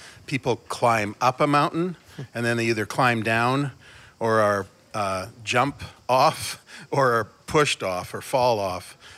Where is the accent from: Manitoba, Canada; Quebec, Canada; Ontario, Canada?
Manitoba, Canada; Winnipeg; There's a shout out to … in it, who is of course the most famous person from Winnipeg, my hometown.